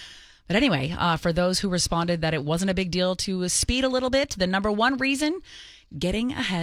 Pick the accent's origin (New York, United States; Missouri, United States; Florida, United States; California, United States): California, United States; Bay Area; now in Burbank, United States; I'm from the Bay Area. I moved to LA. I live in Burbank.